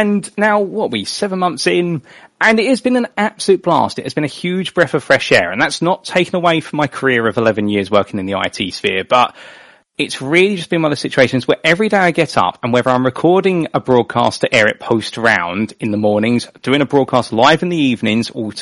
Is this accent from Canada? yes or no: no; United Kingdom; I was very sheltered because, of course, growing up in the United Kingdom and watching British motorsport and Formula One